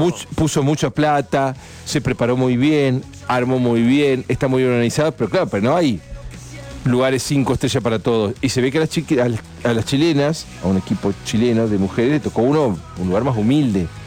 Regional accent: Argentina

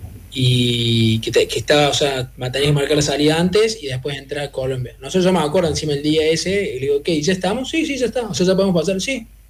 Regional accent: Córdoba, Argentina; Era como, pero ¿de dónde vienen? De Argentina, de Córdoba.

